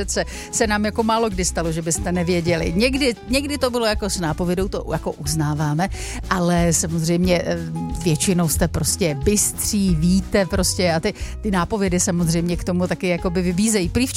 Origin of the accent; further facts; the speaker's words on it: Kyžlířov, Olomouc Region, Czechia; now in České Budějovice, Czech Republic; Pocházím z malé obce Kyžlířov na Hranicku v Oderských Vrších. Žije tu asi 150 lidí.